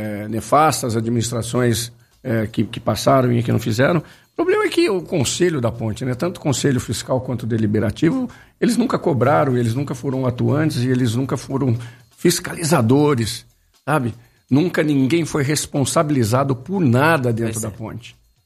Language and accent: Portuguese; Campinas, São Paulo, Brazil; Eu sou campineiro, eu vivo futebol de Campinas há mais de 50 anos